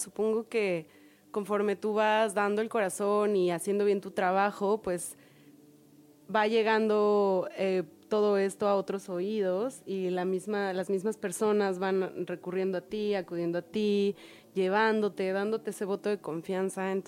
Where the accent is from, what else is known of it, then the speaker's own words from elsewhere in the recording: Tlaxcala, Mexico; yo vengo de una provincia de Tlaxcala, que es el estado más chiquito de México.